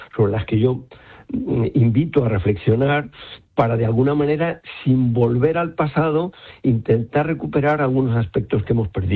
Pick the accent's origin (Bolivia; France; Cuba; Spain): Spain; Madrid, Community of Madrid; moved away as an adult; now in La Armuña, Salamanca, Spain; soy madrileño de Chamberí y me he ido a vivir a la Armuña Salmantina